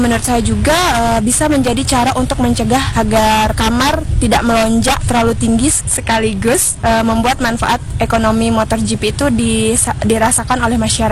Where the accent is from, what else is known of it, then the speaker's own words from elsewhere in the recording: Mataram, West Nusa Tenggara, Indonesia; asal dari Mataram.